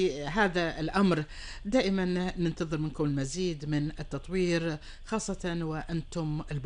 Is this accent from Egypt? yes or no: no; Kuwait; لديرتنا الحبيبة الكويت